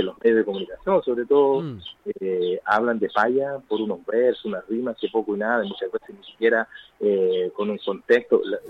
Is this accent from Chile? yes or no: yes; Chile; Yo soy tan chileno, tan patriota